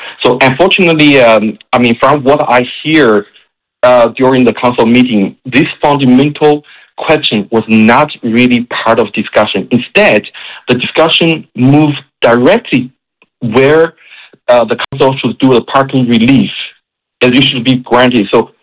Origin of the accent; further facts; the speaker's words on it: China; now in Canada; I think as a newcomer, I'm originally from China, and I see every step is new to me. I see the system in Canada